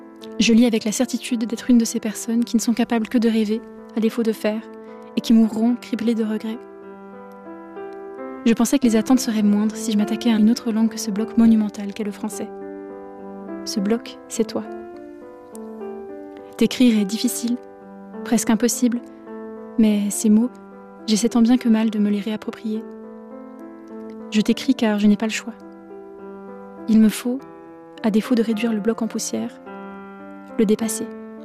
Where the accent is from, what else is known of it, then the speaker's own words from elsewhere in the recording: Romandy, Switzerland; en tant que Suisse, que Suisse romande.